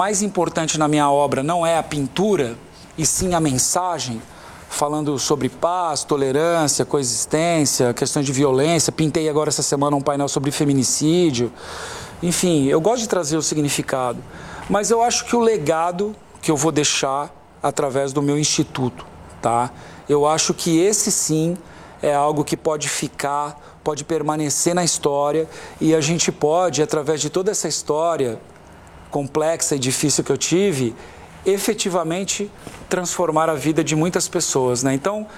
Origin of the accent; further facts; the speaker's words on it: Brazil; Eu, como brasileiro